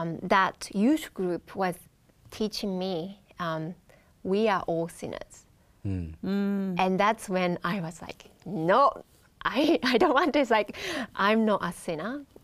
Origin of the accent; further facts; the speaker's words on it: Japan; English is a second language; also born or lived in Iceland; because I grew up in Japan the whole time not knowing, and Japan is a very mono culture.